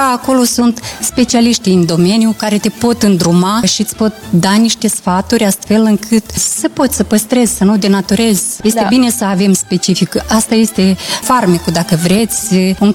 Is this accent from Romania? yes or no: no; Grozești, Nisporeni District, Moldova; m-am născut pe malul Prutului, în satul Grozești, raionul Nisporeni, și muzica la fel o recepționam de peste Prut.